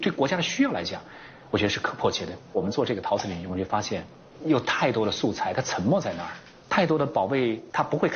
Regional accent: Jingdezhen, Jiangxi, China; moved away; 2006年回到景德镇，当时是一个政府组织的去引才引智的一个活动，回来让我有了深入接触了解我家乡的机会。

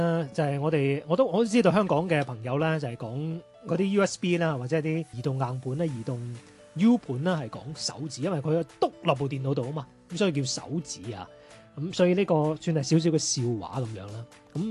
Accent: China; first language Cantonese; 回来之后我们还会讲讲跟我们家乡语言粤语相关的一些话题

